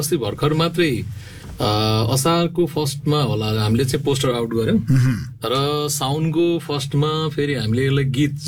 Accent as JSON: {"language": "Nepali", "region": "Gandaki Province", "country": "Nepal", "tie": "born or raised there", "said": "म कास्कीकै हो"}